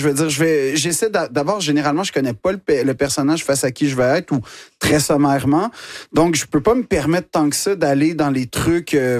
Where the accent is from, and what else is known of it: Quebec, Canada